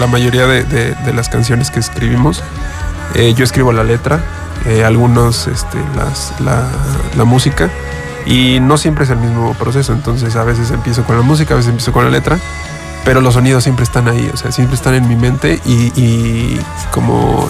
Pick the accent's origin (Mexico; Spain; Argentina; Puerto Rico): Mexico; Veracruz; siendo de Veracruz, hay mucho mucha música como autóctona, ¿no? Yo soy del norte de Veracruz, cerca de Papantla.